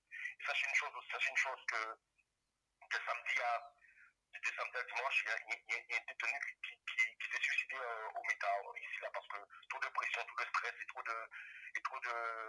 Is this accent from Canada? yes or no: no; Guadeloupe, France; moved away